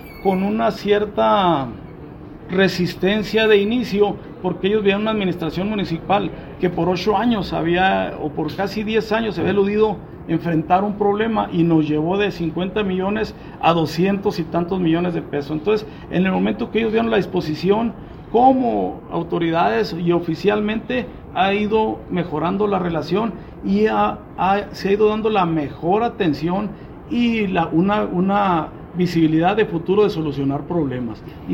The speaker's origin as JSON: {"language": "Spanish", "town": "Hidalgo del Parral", "region": "Chihuahua", "country": "Mexico", "said": "los parralenses, independientemente de los colores nacionales y estatales, somos mexicanos"}